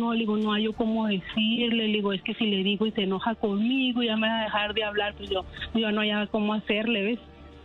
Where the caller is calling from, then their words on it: Denver, Colorado, United States; De Denver, Colorado.